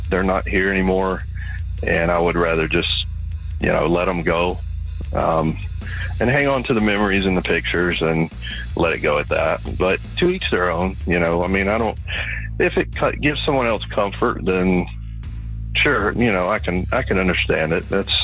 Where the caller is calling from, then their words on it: Loganville, Georgia, United States; I'm in Loganville.